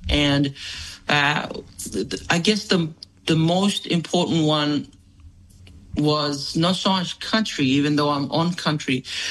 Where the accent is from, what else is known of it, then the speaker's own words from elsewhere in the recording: Bulolo, Morobe, Papua New Guinea; now in Sunshine Coast, Australia; So I hail from Papua New Guinea